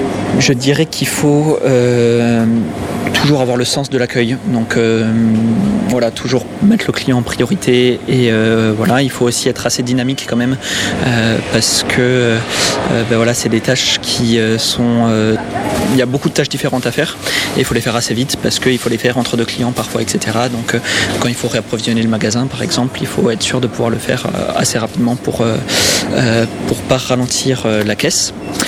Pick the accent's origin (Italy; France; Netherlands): France; Nouvelle-Aquitaine; moved away as an adult; now in Toulouse, France; moi je viens de Gironde à la base, donc je connaissais pas hyper bien la région